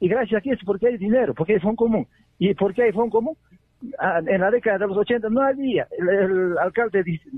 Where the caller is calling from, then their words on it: Juliaca, Puno, Peru; de aquí, de la ciudad de los vientos, Juliaca.